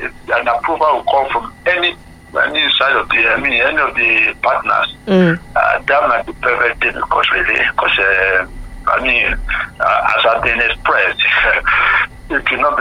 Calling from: Lagos, Nigeria; I'm calling from Lagos.

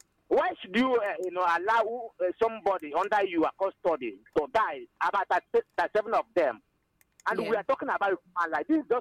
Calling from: Nkomoro, Ebonyi, Nigeria; I am reaching you from Nkomoro.

